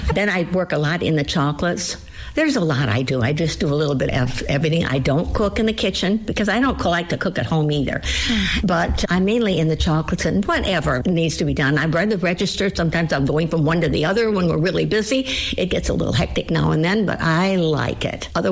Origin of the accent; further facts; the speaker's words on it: Benton Harbor, Michigan, United States; born there; now in St. Joseph Township, United States; I was born in Mercy Hospital in Benton Harbor, and now I live in St. Joe Township, where I want to be.